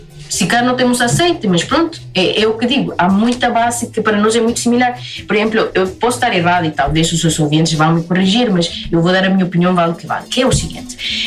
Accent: Pucallpa, Ucayali, Peru; Mas sim, e por acaso, de onde eu sou, que é Pucallpa, é o rio Ucayali.

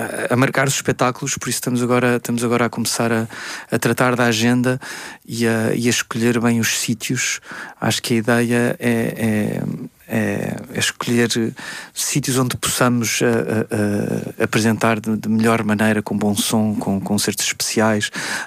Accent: Coimbra, Centro, Portugal; a primeira apresentação deste álbum foi em Coimbra, São Francisco, no Convento de São Francisco, a minha cidade natal.

